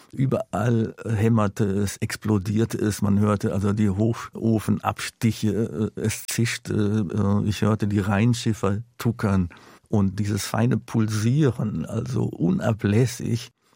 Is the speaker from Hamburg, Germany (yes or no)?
no; Duisburg, North Rhine-Westphalia, Germany; ich bin aufgewachsen in Duisburg-Marxloh. Das ist der berüchtigste Stadtteil bis heute. Er war damals pechschwarz, einfach durch die Kohle, durch den Ruß, durch die Emissionen überall. Es stank gewaltig